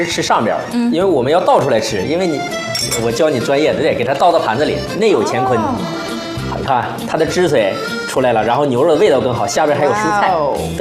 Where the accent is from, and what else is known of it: Harbin, Heilongjiang, China